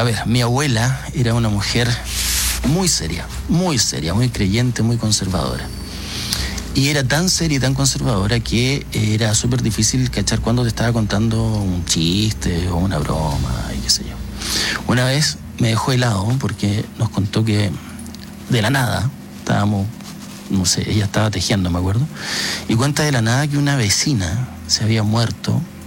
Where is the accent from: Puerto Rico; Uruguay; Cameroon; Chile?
Chile; Magallanes